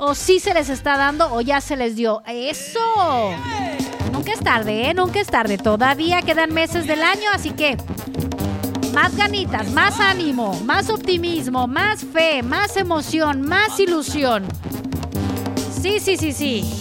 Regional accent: Mexico; De ser mexicanos, claro que es de orgullo. Mucho, mucho, mucho. Y luego, como buenos mexicanos, somos bien fiesteros, bien argüenderos, bien pachangueros.

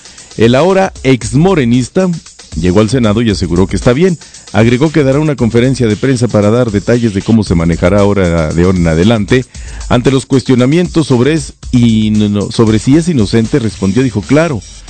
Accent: Mexico; todos nosotros como mexicanos

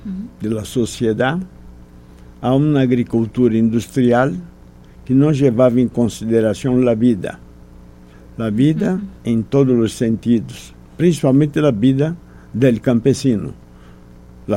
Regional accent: Brazil; Spanish is a second language; Vamos ver que yo hablo un castellano un poco raro porque soy brasileño.

